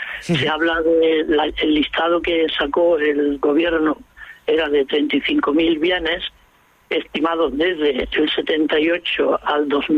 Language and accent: Spanish; Córdoba, Andalusia, Spain; Yo que soy de Córdoba.